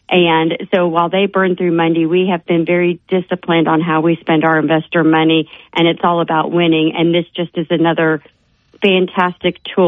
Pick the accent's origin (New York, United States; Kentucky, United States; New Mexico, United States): Kentucky, United States; We're in a similar situation where we have a U.S. Senate seat, and my home state is Kentucky, and a congressional seat that's open.